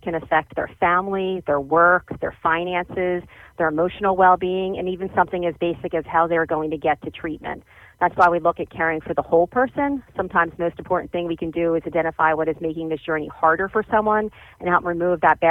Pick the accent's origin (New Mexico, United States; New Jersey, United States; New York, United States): New Jersey, United States; Cape May County; I am the Director of Oncology at the Atlanticare Cancer Care Institute. Born and raised in Cape May County